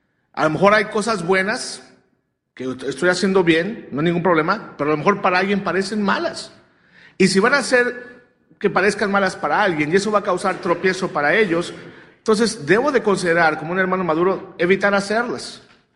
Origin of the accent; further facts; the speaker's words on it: Mexico; Nosotros que venimos de México